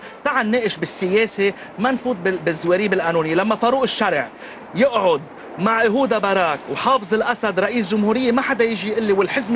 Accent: Aitaroun, Nabatieh Governorate, Lebanon; moved away; انا ابن عيترون بدي ارجع ضيعتي

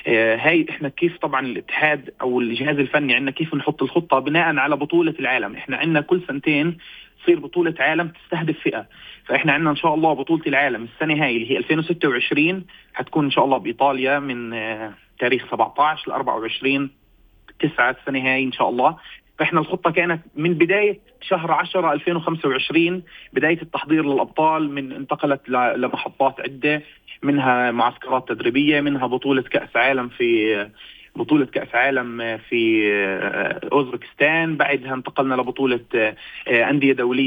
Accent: Hebron, West Bank, Palestine; من شركة عندنا بالخليل.

